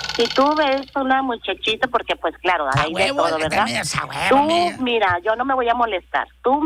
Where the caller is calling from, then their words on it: Apodaca, Nuevo León, Mexico; yo soy de Apodaca, pero ahorita andamos disfrutando acá en Puerto Vallarta, mi esposo y yo.